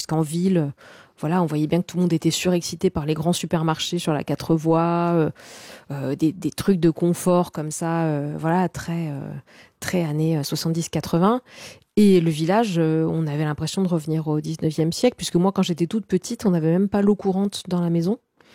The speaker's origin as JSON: {"language": "French", "town": "Bastia", "region": "Corsica", "country": "France", "tie": "born or raised there", "also_born_or_lived": "Castagniccia", "said": "moi, je suis née à Bastia et j'ai passé pas mal de temps aussi en Castagniccia. Donc, c'est en moyenne montagne."}